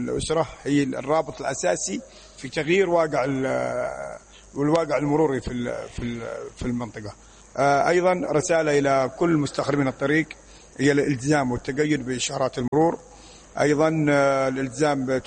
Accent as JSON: {"language": "Arabic", "region": "Hadhramaut", "country": "Yemen", "said": "عندنا في حضرموت"}